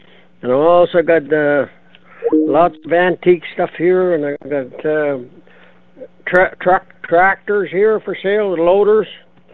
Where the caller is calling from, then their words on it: Manitoba, Canada; Oh, I'm calling from Erksel area.